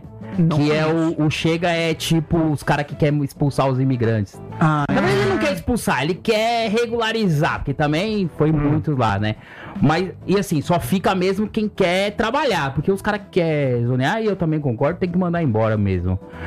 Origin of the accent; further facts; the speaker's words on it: São Paulo, Brazil; Na verdade, eu sou paulistano, né?